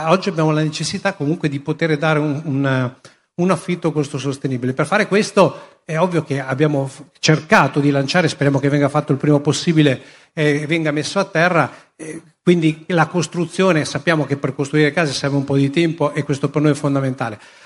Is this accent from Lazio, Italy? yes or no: no; Maranello, Emilia-Romagna, Italy; Io sono di Modena, Maranello